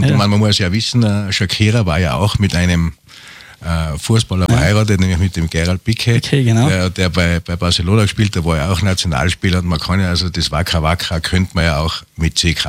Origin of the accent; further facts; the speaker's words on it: Kufstein, Tyrol, Austria; also born or lived in Innsbruck; Ich meine, ich bin ja gebürtiger Innsbrucker und bin aber dann in Kufstein aufgewachsen, muss ich auch dazu sagen.